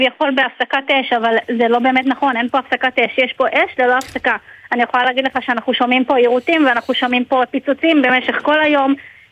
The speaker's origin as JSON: {"language": "Hebrew", "town": "Safed", "region": "Northern District", "country": "Israel", "lives_now": "Kiryat Shmona, Israel", "said": "כן, אבל לא רחוק מפה, אני מצפת."}